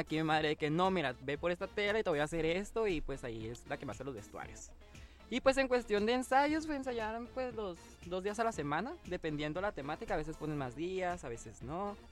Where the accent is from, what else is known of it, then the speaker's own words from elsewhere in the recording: Baja California, Mexico; Yo soy del Valle Mexicali, o sea, del mero calorón.